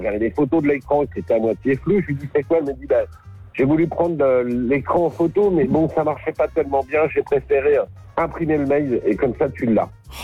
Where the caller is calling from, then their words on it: Nouvelle-Aquitaine, France; Moi, je suis en Dordogne.